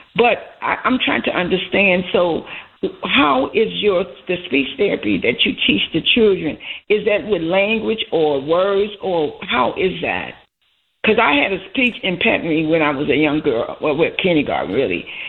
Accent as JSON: {"language": "English", "town": "Chicago", "region": "Illinois", "country": "United States", "tie": "born or raised there", "said": "I grew up in Bronzeville since 1968, so about 50 years."}